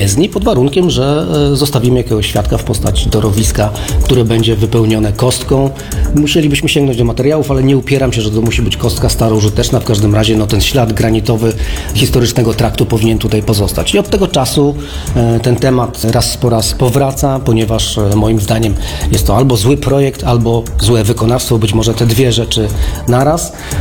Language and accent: Polish; Wrocław, Lower Silesian Voivodeship, Poland; jako wrocławianin